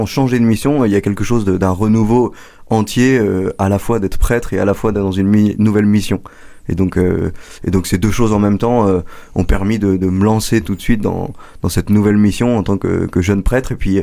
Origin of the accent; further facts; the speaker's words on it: Compiègne, Hauts-de-France, France; Alors, moi, je suis originaire de Picardie, pas très très loin. Je viens de Compiègne.